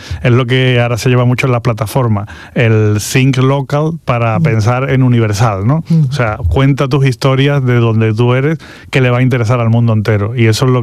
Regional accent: Algeciras, Andalusia, Spain; born there; moved away as an adult; Yo nací en Algeciras. Algeciras es un lugar casi al final de Europa. Bueno, al final de Europa, exactamente. Es el último ya, Tarifa y Algeciras. Yo me tuve que ir con 18 años a estudiar fuera.

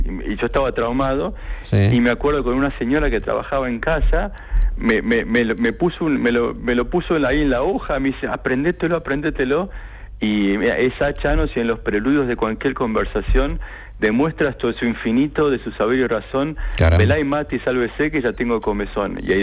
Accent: Argentina; O sea, en particular los argentinos, o yo soy argentino, los argentinos nos gusta el tango y el tango es muy nostálgico.

